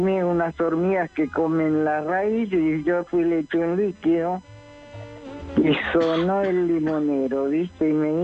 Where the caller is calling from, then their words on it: Merlo, Buenos Aires Province, Argentina; de Merlo.